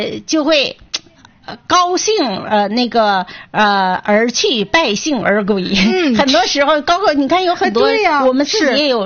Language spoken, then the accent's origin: Chinese; China; 我们中国人